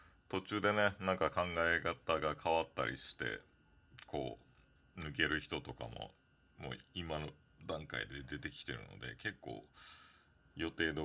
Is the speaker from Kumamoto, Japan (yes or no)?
no; Okinawa, Japan; 地元沖縄の2つの映画祭